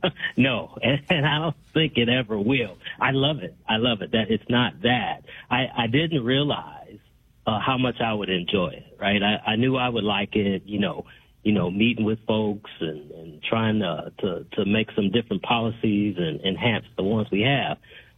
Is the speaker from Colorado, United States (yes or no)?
no; Chicago, Illinois, United States; now in Rantoul, United States; Oh, goodness. Yeah, so I'm originally from Chicago.